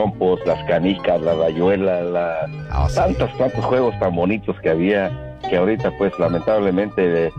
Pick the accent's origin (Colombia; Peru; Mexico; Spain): Mexico; La Barca, Jalisco; moved away; nos íbamos ahí como el pueblo mío. Yo soy de la Barca, Jalisco, allí pasa el río Lerma a un lado.